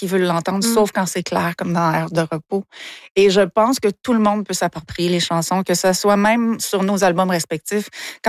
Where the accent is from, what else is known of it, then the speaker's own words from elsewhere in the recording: Hauterive, Quebec, Canada; Moi, je viens de Haute-Rive, donc sur le bord du fleuve.